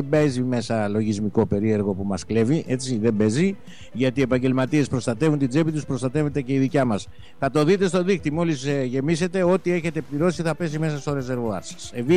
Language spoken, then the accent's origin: Greek; Western Greece, Greece; Καλημέρα στην πατρίδα μου, την Ετωλοακαρνανία. Καλημέρα στο Μεσολόγγι. Καλημέρα στο Αγρίνιο.